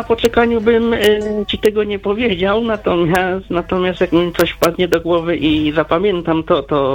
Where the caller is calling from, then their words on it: Wrocław, Lower Silesian Voivodeship, Poland; z Wrocławia.